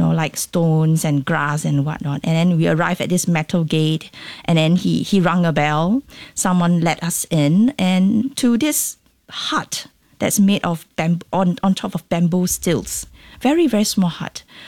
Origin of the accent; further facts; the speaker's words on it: Singapore; I mean, being Singaporean, I'm like, okay, this is unusual